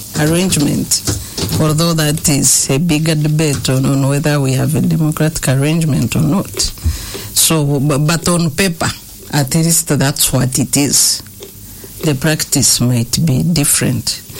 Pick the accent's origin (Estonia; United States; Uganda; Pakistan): Uganda; Western Region; the kingdom would add value in Ankole. That's where I come from.